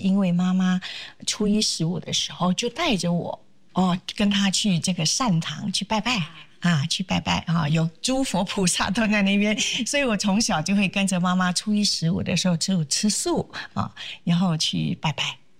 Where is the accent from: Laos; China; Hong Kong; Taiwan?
Laos; 那说起来我小的时候呢，可能很多很多人不知道我原来是从辽国来的哦，而且是在辽国出生的。那这个讲起来就是因为我的父亲啊，当时就是逃离中国嘛，因为战争。